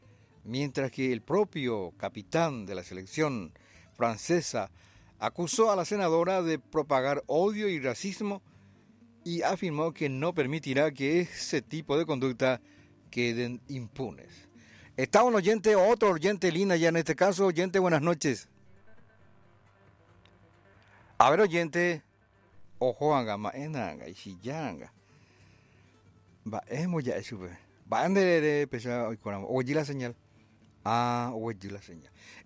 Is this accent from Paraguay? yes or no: yes; Paraguay